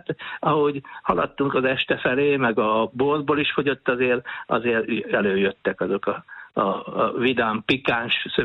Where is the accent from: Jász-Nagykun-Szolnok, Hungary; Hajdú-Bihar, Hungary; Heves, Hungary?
Jász-Nagykun-Szolnok, Hungary; Túrkeve; born there; Turkevén születtem, és itt kezdődött.